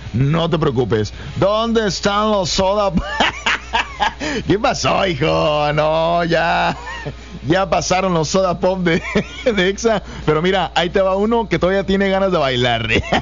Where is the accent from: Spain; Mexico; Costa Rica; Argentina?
Mexico; somos mexicanos, hombre, somos mexicanos